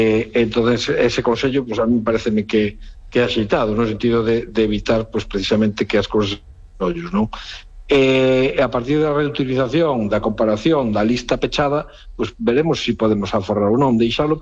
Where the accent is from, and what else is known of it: Lugo, Galicia, Spain